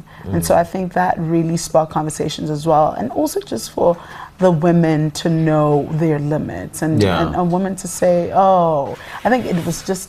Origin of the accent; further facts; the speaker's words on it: South Africa; Inside of South Africa, polygamy is not a new conversation for us.